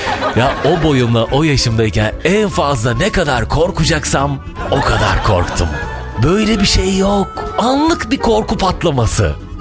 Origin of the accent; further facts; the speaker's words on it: İbriktepe, Edirne, Turkey; Köydeyiz. Trakya'nın en dip köşe köylerinden biri İbriktepe, bizim köyümüz. Kuş uçmaz, kervan geçmez bir köy. Yunanistan sınırında. Bizim evin bahçesinden baktığın zaman Yunanistan'ın ışıkları görünür. Evimiz de köyün en sonunda. Çıkışta bir yerde.